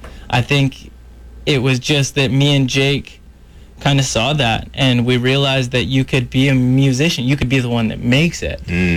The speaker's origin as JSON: {"language": "English", "town": "Kelowna", "region": "British Columbia", "country": "Canada", "tie": "born or raised there", "said": "growing up in Kelowna with kind of a laid back lake lifestyle"}